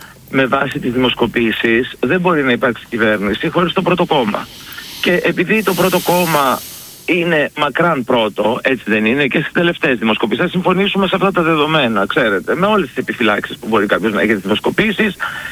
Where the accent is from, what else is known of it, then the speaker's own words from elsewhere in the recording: Thessaloniki, Central Macedonia, Greece; είμαστε και συμπατριώτες από τη Θεσσαλονίκη